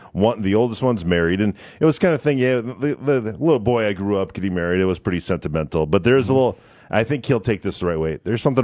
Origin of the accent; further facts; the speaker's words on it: Barnesville, United States; A lot of people have moved into my hometown of Barnesville, right? A lot of new young couples from all over.